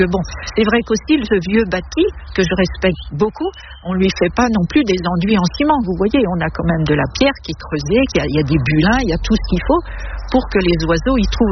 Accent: Pays de la Loire, France; born there; je suis née en Mayenne, dans un milieu qui est très rural, où mes grands-mères avaient des beaux jardins.

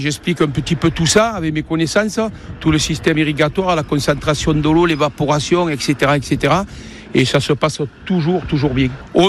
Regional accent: Aigues-Mortes, Occitanie, France; Couillon, et oui, je suis d'Aigues-Mortes, moi. Je suis issu d'une vieille famille aigues-mortaise.

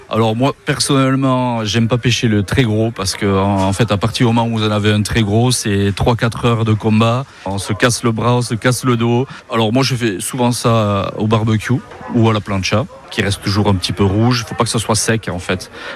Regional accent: Anglet, Nouvelle-Aquitaine, France; je suis originaire d'Anglette et j'ai 52 ans.

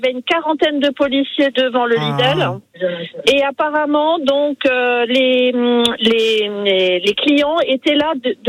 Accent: Wittenheim, Grand Est, France; Alors, je suis, on est de Vittenheim, mais on est sur la route pour partir en vacances une semaine.

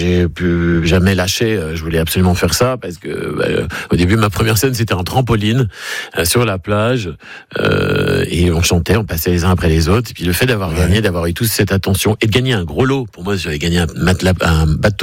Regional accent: Paris, Île-de-France, France; je suis un petit poulbeau moi de Montmartre, j'étais dans le 18e et j'ai eu une vie de village finalement dans Paris.

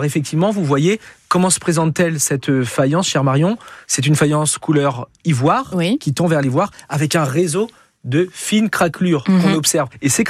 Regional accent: Centre-Val de Loire, France

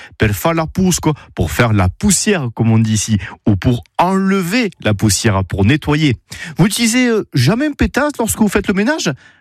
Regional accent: Occitanie, France; le mot pétasse n'est pas une insulte, en tout cas, pas chez nous, en Occitanie.

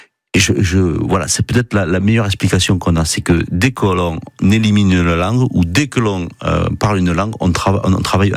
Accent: France; Quand on est français, on en a que quelques-uns, parce que en fait, la neige, même si on a compté des montagnes, c'est pas notre domaine.

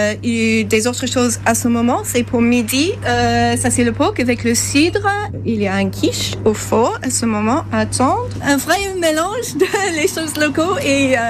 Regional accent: England, United Kingdom; French is a second language; now in France; Je suis anglaise, bien sûr. Donc je cuisine un petit peu britannique, mais aussi ma grand-mère était française.

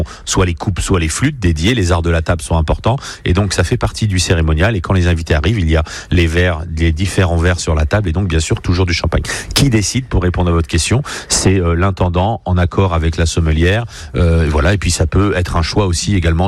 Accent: France; lorsque l'on est français

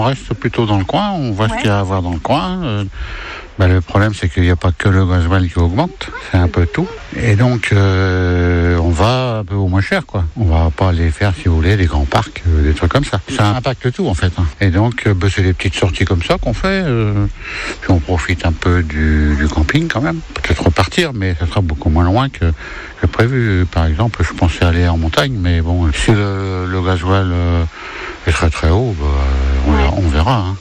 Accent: Saint-Nazaire, Pays de la Loire, France; On vient de Saint-Nazaire, comme ça la route est vite faite.

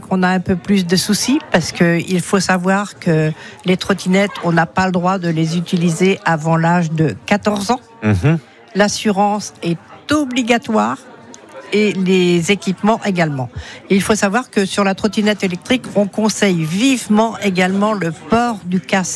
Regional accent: Normandy, France; Alors chez nous, en Normandie

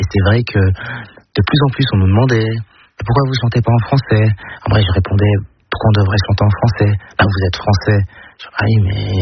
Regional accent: Lille, Hauts-de-France, France; Ben, en fait, déjà, nous, on vient de Lille. Comment je pense à la base, on vient de Lille, on est à 20 km de la Flandre, en Belgique, où on parle pas français.

